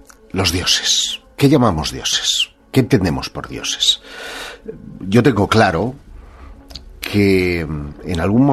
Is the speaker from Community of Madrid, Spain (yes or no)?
no; Terrassa, Catalonia, Spain; Mi ciudad natal.